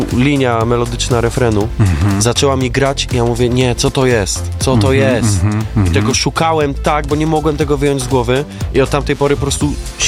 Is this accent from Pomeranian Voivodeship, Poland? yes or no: no; Łódź, Łódź Voivodeship, Poland; ale jestem bardzo dumny z tego, że jestem z Łodzi.